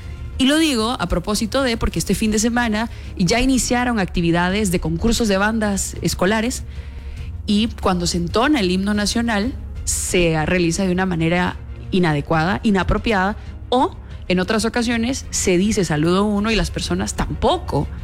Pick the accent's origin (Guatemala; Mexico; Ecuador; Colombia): Guatemala; born there; nuestra patria, que en este caso es Guatemala, el país que nos vio nacer